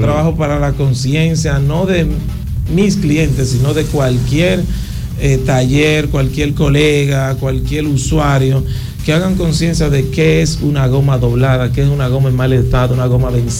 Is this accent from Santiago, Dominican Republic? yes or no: no; Haina, San Cristóbal, Dominican Republic; yo soy nativo de aquí, yo soy jainero.